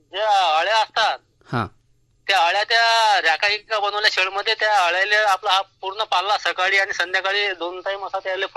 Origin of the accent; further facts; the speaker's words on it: Alegaon, Maharashtra, India; माझं गाव अकोला जिल्ह्यात आहे, पातूर तालुका आलेगाव म्हणून.